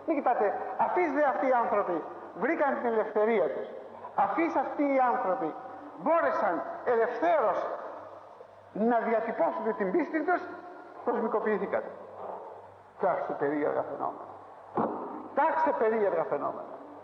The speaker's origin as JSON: {"language": "Greek", "town": "Athens", "region": "Attica", "country": "Greece", "said": "όταν του είπα ότι είμαι από την Αθήνα"}